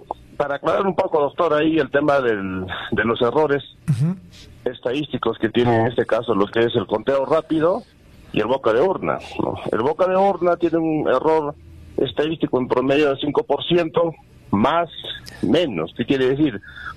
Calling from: Juliaca, Puno, Peru; desde Juliaca.

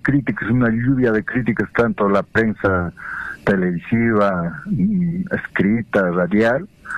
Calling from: Juliaca, Puno, Peru; de acá de Juliaca.

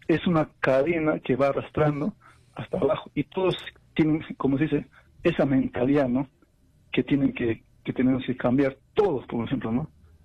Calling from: Juliaca, Puno, Peru; de Juliaca

